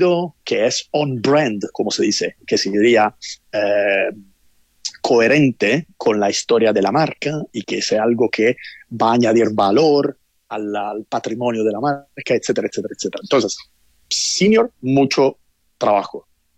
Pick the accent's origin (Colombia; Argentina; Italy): Italy; now in Spain; yo soy italiano, vivo en España, en Europa